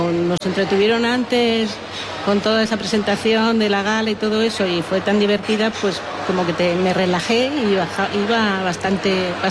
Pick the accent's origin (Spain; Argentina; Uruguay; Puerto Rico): Spain; Madrid, Community of Madrid; accent: madrileño; moved away as an adult; now in Pulpí, Spain; con un deje madrileño